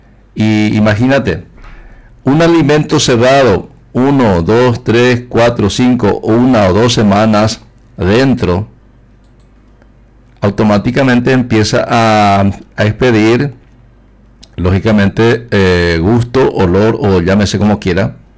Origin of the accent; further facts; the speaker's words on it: Paraguay; Yo soy norteño y aquí en la mañana al despertar, pulso del día.